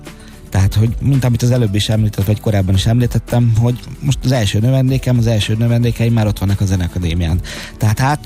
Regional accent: Hungary; én büszke vagyok arra, hogy magyar vagyok

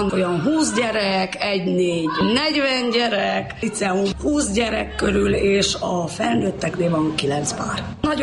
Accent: Odorheiu Secuiesc, Harghita, Romania; now in Racoș, Romania; Én Székelyudvarhelyen nevelkedtem, és miután elvégeztem az egyetemet, költöztem alsórákosra a nagyszüleimhez, és ott maradtam.

